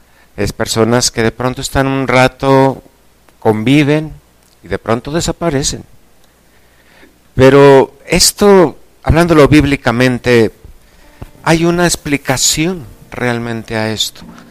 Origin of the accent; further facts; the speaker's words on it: Mexico; nosotros que somos mexicanos, la gran mayoría